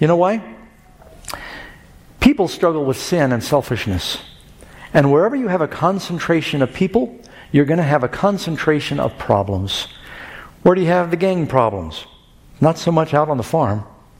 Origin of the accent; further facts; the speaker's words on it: New York City, New York, United States; also born or lived in Los Angeles / Miami; I was born in Los Angeles, millions of people down there. I don't know how many now. Then mom moved to New York, grew up in New York City, another big city.